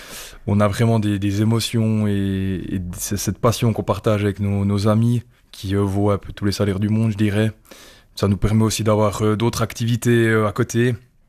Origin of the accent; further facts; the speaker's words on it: Rossemaison, Jura, Switzerland; j'ai grandi à Rosmaison.